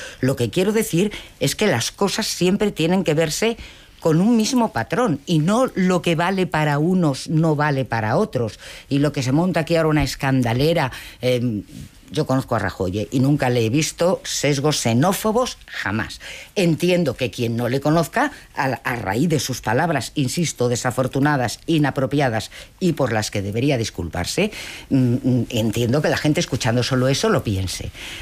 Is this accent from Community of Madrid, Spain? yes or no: yes; Community of Madrid, Spain; now in Granada, Spain